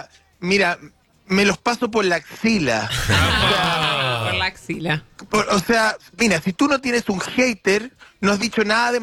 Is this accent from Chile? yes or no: yes; Chile; Yo soy orgullosamente chileno, orgullosamente chileno.